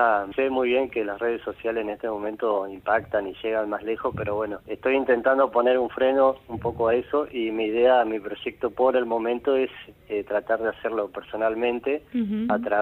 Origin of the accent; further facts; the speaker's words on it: Ibicuí, Entre Ríos, Argentina; Yo soy nacido y criado en Ibicuí, en Isla del Ibicuí, provincia de Entre Ríos.